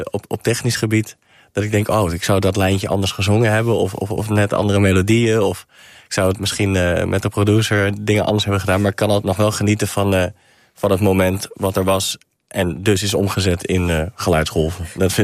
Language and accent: Dutch; Deventer, Overijssel, Netherlands; Ik kom uit Deventer.